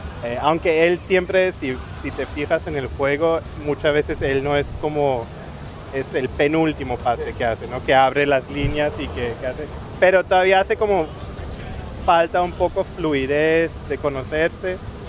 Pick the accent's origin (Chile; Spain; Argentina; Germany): Germany; southwest; Spanish is a second language; Yo soy alemán.